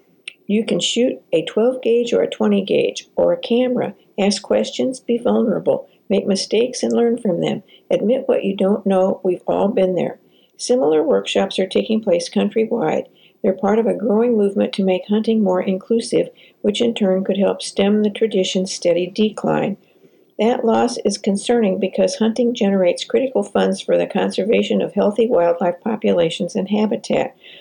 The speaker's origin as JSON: {"language": "English", "region": "Montana", "country": "United States", "tie": "born or raised there", "said": "My dad invited me hunting when I was growing up in Montana, but it wasn't something the girls I knew did."}